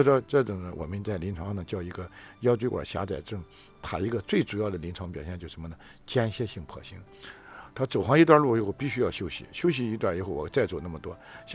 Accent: Shandong, China; 用咱们山东话说

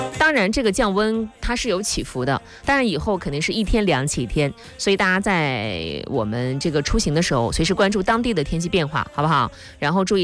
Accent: Shandong, China; 像我们山东人本身我们就可能喜欢咸口的鲜的啊

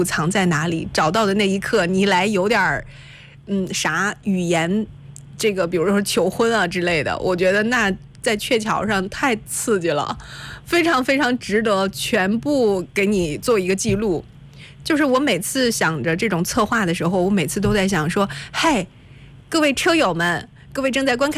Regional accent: Jinan, Shandong, China; 我身为一个济南人

